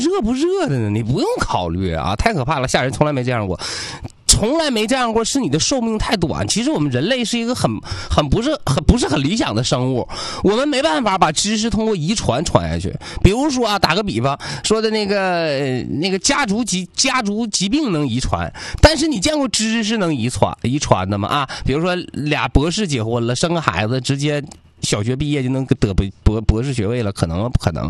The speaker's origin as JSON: {"language": "Chinese", "region": "Northeast China", "country": "China", "said": "但是我们东北人抗造啊，我们东北人太耐活了"}